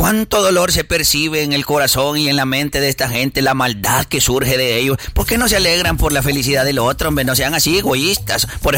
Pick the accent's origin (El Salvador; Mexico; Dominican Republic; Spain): El Salvador; Lo decimos con orgullo porque somos salvadoreños, pero es una charamusquita porque no somos ni profesionales.